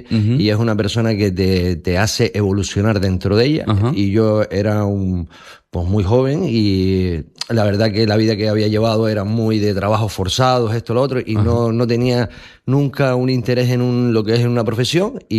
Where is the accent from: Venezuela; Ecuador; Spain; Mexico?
Spain; Lanzarote, Canary Islands; soy aquí de Lanzarote.